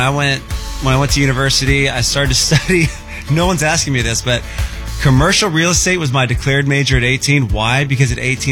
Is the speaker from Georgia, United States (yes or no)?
yes; Atlanta, Georgia, United States; We're both from Atlanta, so we're, you know, relatively local to each other